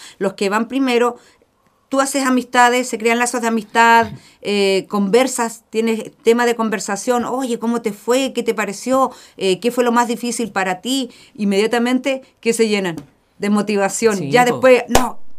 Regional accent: Chiloé, Los Lagos, Chile; Yo soy chilota.

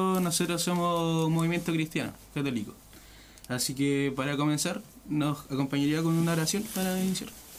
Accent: Biobío, Chile; No, no somos de acá. Nosotros somos de la región del Biobío.

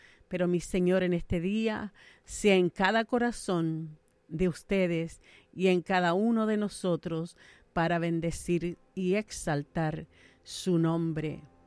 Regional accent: Chile; somos chilenos

